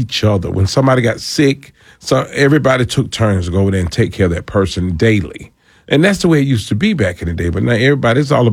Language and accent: English; Atlanta, Georgia, United States; Born and raised in Atlanta, Georgia.